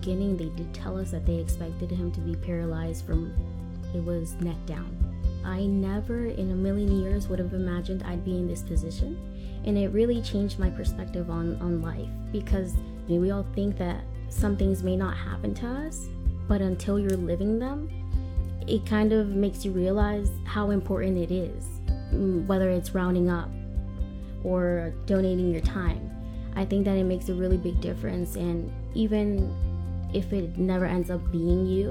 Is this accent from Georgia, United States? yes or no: yes; Savannah, Georgia, United States; from Savannah.